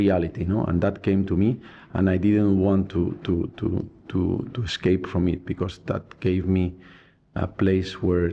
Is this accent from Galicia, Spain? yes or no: yes; Galicia, Spain; moved away; also born or lived in Mexico / London; my mother and my family, we are from the northwest of Spain, from Galicia